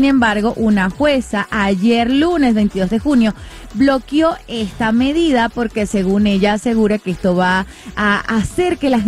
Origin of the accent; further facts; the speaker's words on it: Venezuela; now in Mexico; Yo soy venezolana y a veces digo cosas que no.